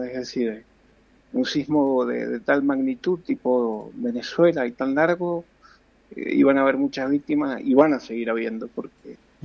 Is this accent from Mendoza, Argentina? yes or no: yes; Mendoza, Argentina; now in Cali, Colombia; Sí tengo experiencia sísmica, soy de Mendoza, ¿no? Y he padecido los terremotos en su momento de Caucete, el del año 85, el 26 de enero